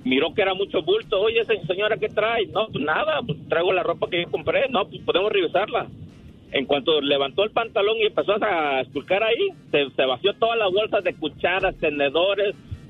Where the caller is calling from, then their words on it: Ohio, United States; Soy de Ohio.